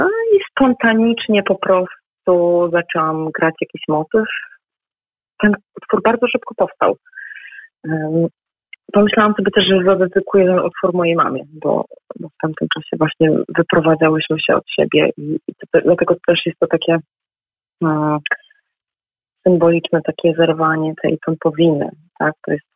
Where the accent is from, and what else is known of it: Pomeranian Voivodeship, Poland